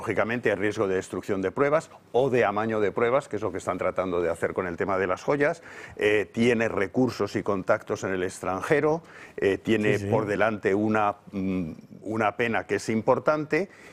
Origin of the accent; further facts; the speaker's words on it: Spain; los españoles estamos hartos de que nos tomen el pelo.